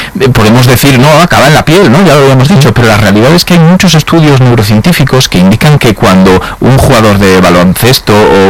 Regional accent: Galicia, Spain; Yo es que soy gallego, ¿eh?

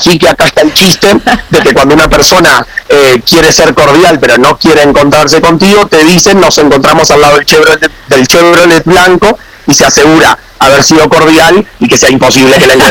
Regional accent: Uruguay

